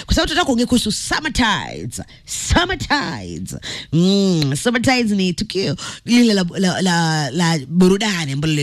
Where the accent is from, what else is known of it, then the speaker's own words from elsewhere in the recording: Diani, Kwale County, Kenya; moved away; mimi nimelelewa Diani.